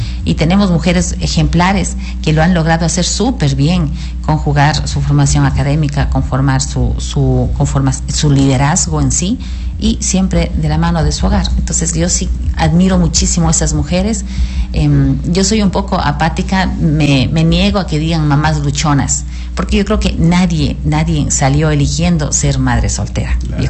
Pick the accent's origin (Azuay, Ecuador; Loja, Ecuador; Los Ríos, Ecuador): Azuay, Ecuador; Gualaceo; now in Morona Santiago, Ecuador; Bueno, yo vengo de Gualaceo